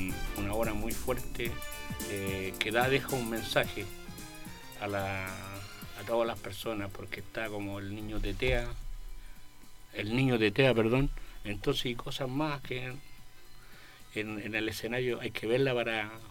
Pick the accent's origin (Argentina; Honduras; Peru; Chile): Chile; Chanco, Maule; Nacido y criado en Chanco